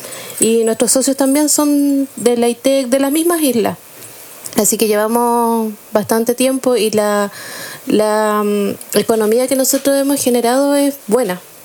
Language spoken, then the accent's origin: Spanish; Piedra Blanca, Los Lagos, Chile; Soy de Piedra Blanca y soy la secretaria de la agrupación.